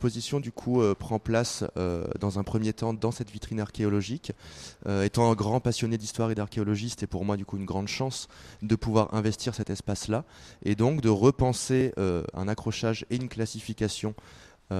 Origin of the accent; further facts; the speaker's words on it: Nîmes, Occitanie, France; now in Toulon, France; je suis originaire de Nîmes, mais j'habite à Toulon. Ouais, voilà. J'habite à Toulon depuis 6 ans